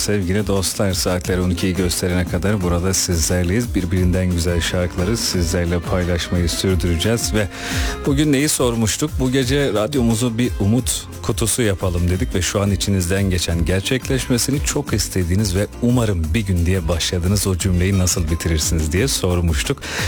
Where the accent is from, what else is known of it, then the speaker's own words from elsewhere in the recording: Gümüşhane, Turkey; moved away; Gümüşhane memleketimden